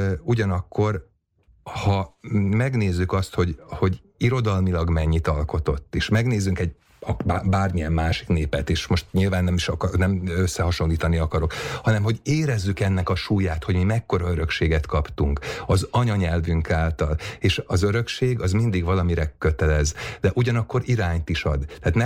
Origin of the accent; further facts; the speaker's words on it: Hungary; ugye magyarként itt élünk Európa közepén, a germán, a latin és a szláv nyelvek között